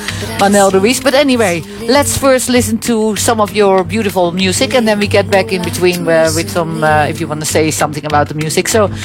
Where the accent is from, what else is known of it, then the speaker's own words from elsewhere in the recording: Netherlands; German is a second language; moved away; bin eine Holländerin